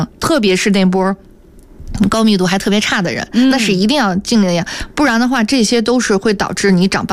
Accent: China; 我们中国人

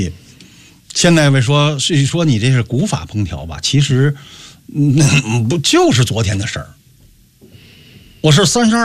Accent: China; 我是中国人

